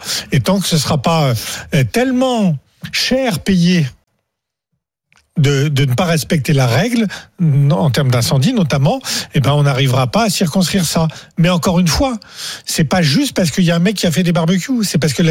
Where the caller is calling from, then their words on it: Nouvelle-Aquitaine, France; Chez moi, en Dordogne, j'habite dans le Périgord vert.